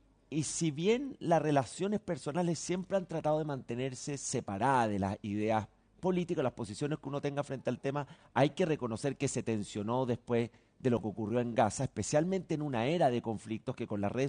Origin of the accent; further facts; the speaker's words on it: Chile; esto viene de los abuelos, que somos chilenos de origen árabe.